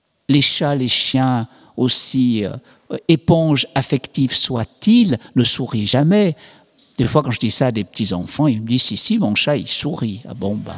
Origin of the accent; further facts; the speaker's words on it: Switzerland; et vous savez qu'en Suisse, comme je suis suisse, hein, il est permis de faire appel à un service assisté